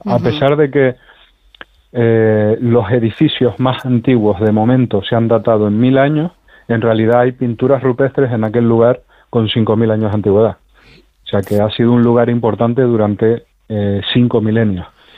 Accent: Canary Islands, Spain; Bueno, soy canario, o sea que subimos y bajamos todos los días a las montañas.

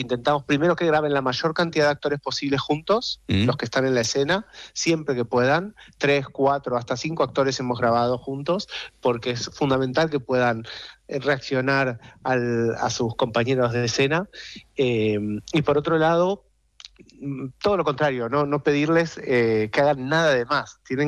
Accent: Argentina; accent: Argentine; he actuado todos los personajes todas las pequeñas partes de la serie las he tenido que hacer con mi acento argentin

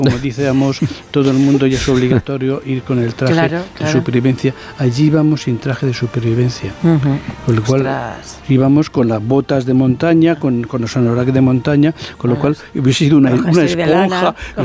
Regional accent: Madrid, Community of Madrid, Spain

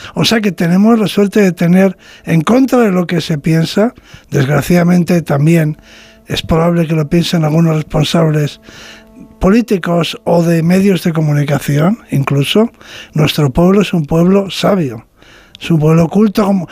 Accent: Spain; somos los españoles un, sí, pueblo culto, un pueblo muy culto.

